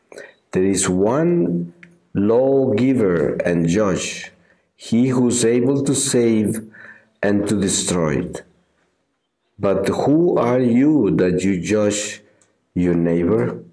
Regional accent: Colombia; English is a second language; now in Germany; when I came to live in Germany in 1970, and I was coming from Colombia, a whole different culture, very different.

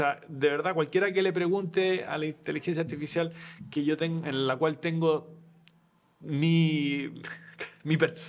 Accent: Chile; oye, estoy hablando como chileno, muy mal.

